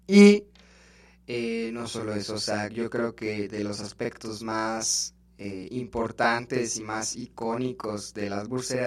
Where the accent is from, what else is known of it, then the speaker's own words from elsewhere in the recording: Quintana Roo, Mexico; Yo soy de Quintana Roo, yo soy de la península de Yucatán.